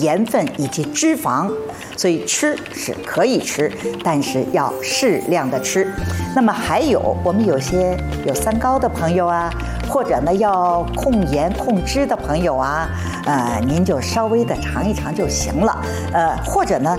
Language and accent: Chinese; Shanghai, China; 我是上海人，阿拉上海人不大吃大蒜的一个